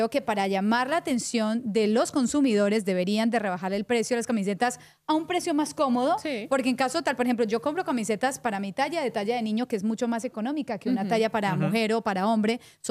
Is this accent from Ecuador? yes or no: no; Colombia; Soy colombiana.